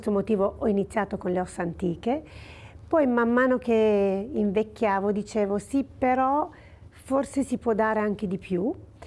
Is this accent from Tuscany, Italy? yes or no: no; Pontestura, Piedmont, Italy; Io so che … il mio paese natio, che è Pontestura, che è vicino a Casale Monferrato di Pontestura, perché sanno che lavoro sulle ossa.